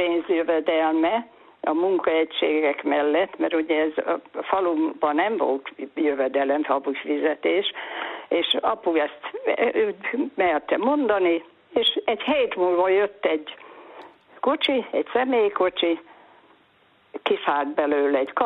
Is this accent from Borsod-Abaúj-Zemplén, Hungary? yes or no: no; Szabolcs-Szatmár-Bereg, Hungary; mert én Szabolcsi vagyok